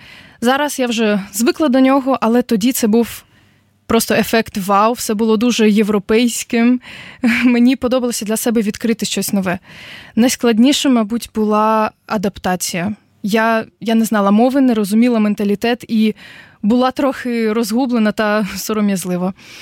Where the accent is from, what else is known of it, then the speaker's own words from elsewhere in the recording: Odesa, Odesa Oblast, Ukraine; now in Darmstadt, Germany; мені 20 років. Я сама родом з України, з найчудовішого міста Одеси.